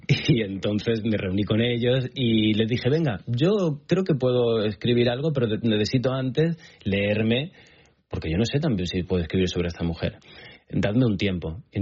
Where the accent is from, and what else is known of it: Spain